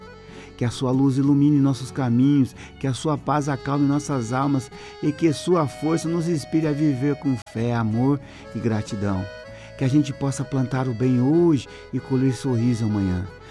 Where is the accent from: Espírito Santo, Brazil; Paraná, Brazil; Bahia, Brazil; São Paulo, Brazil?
Paraná, Brazil; Londrina; Só os primeiros que vivem todos em Londrina, pois fomos criados lá em Londrina, desde que cedo da lida, do café que temos